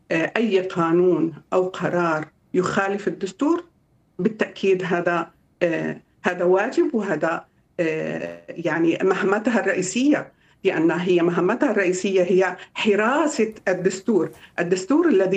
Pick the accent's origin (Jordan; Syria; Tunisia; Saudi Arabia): Syria; نحن كسوريين وقانونيين وقضاة ومحامين